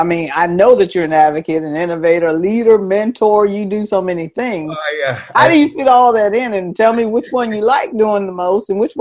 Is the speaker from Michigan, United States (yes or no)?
no; Hampton, Virginia, United States; growing up here in Hampton